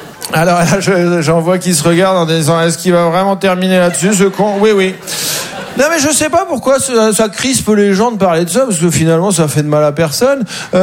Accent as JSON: {"language": "French", "town": "Caen", "region": "Normandy", "country": "France", "said": "Et moi, je viens de Caen, en Normandie. Et souvent, on connaît pas à côté de chez soi. Donc, moi, j'ai décidé de commencer par découvrir la Normandie."}